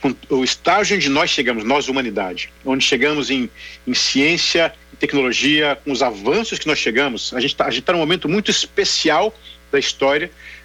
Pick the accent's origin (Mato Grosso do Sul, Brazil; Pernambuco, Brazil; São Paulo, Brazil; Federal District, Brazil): Federal District, Brazil; Brasília; now in United States; Sabe que eu sou de Brasília, eu sou matemático pela Universidade de Brasília, uma ótima universidade